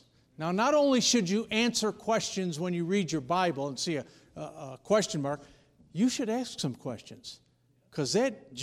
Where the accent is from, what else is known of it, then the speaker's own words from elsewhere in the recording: New York, United States; I'm an Italian from New York, so you have to bear with me.